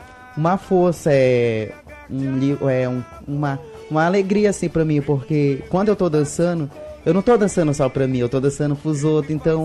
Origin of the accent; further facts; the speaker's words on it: Benjamin Constant, Amazonas, Brazil; now in Tabatinga, Brazil; Eu sou da cidade de Benjamim, já dançava por lá. Aí vim pra cá